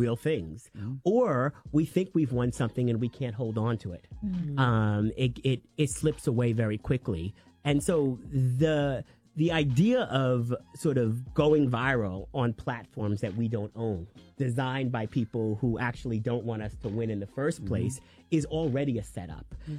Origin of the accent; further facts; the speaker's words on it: New York, United States; I grew up on Eastern Long Island